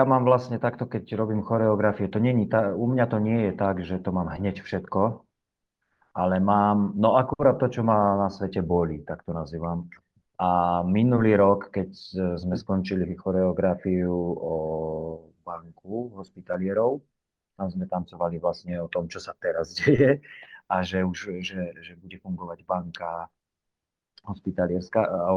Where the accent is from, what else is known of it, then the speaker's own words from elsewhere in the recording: Martin, Žilina Region, Slovakia; moved away as an adult; also born or lived in Cyprus; no pochádzam z Martina, tam som sa narodil, tam som pôsobil, tancoval, až kým som išiel na vojnu, a po vojne som začal cestovať po rôznych krajinách a potom som začal tancovať v rôznych krajinách.